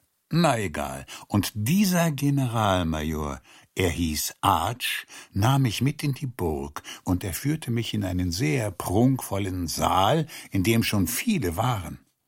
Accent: Hungary; mein Sohn, du bist Ungar. Und das hat sich mir für immer ins Gedächtnis gebrannt. Denn natürlich bin ich Ungar.

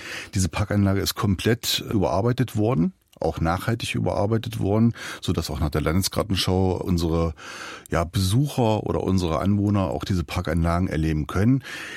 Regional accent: Leinefelde, Thuringia, Germany; Ich bin selber in Leinefelde groß geworden als Kind, habe im Plattenbau gelebt und habe nach der Wende die Innovation des Stadtumbaus erfahren können.

